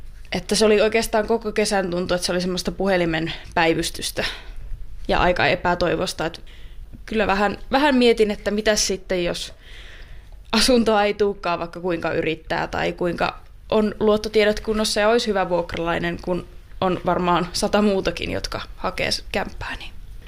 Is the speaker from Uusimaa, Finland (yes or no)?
no; Kokkola, Central Ostrobothnia, Finland; moved away as an adult; now in Vaasa, Finland; Kokkolasta, mistä itse olen kotoisin